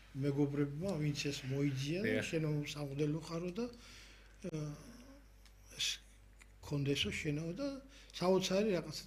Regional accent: Khashuri, Shida Kartli, Georgia; ხაშურში და გავიზარდე სკოლა იგი დავამთავრე და ხაშურში იყო ეკლესია.

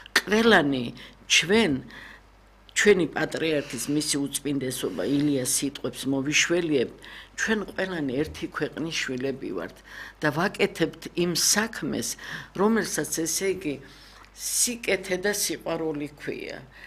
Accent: Tbilisi, Georgia; თბილისელი ვარ

